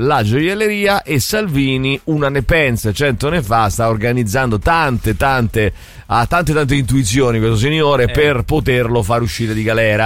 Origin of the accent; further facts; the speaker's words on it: Apulia, Italy; anche io sono un pugliese.